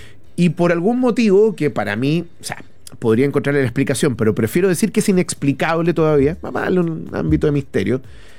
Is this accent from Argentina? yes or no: no; Chile; Yo estoy feliz de ser chileno